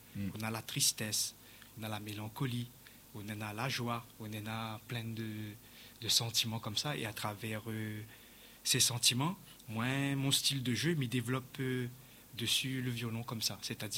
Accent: Réunion; Ben, moi, je suis créole La Réunion et je suis de La Réunion.

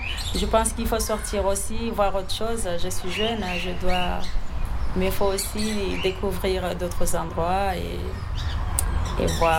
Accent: Comoros; French is a second language; moved away as an adult; now in Réunion, France; Je suis une facette de la Réunion et … Je suis comorienne. Je suis arrivée ici en 2006 pour continuer mes études.

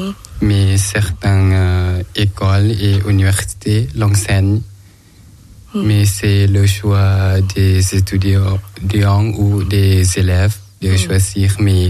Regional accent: Thailand; French is a second language; moved away as an adult; now in Besançon, France; Et je viens de Thaïlande.

